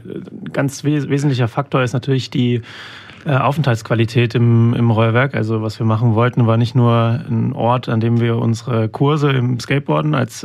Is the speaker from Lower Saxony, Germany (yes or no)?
no; Rüsselsheim, Hesse, Germany; sondern wir wollten auch einen Raum für Rüsselsheim haben, der einfach gefehlt hat. Ja, ich bin selber im Rind groß geworden und das ist immer mein zweites Wohnzimmer gewesen.